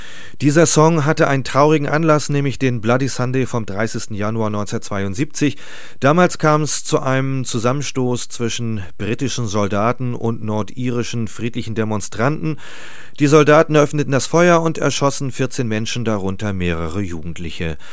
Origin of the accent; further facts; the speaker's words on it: Northern Germany, Germany; als Norddeutscher ist man ab und zu mal geneigt, diesem Slogan zuzustimmen